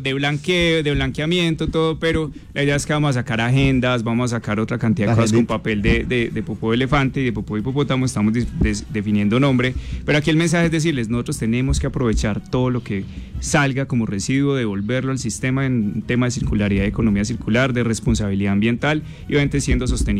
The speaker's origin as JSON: {"language": "Spanish", "town": "Pereira", "region": "Risaralda", "country": "Colombia", "said": "somos todos los pereiranos los dueños de Ucumarí."}